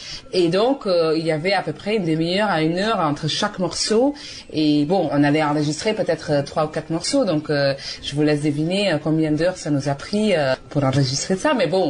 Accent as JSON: {"language": "French", "country": "Curaçao", "tie": "born or raised there", "moved": "yes", "lives_now": "Bayonne, France", "said": "je suis originaire de Curaçao, les Antilles hollandaises, et j'habite à Bayonne depuis février 2010."}